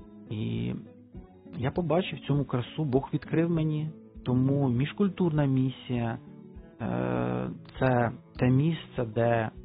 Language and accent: Ukrainian; Bila Tserkva, Kyiv Oblast, Ukraine; Я з Білої церкви.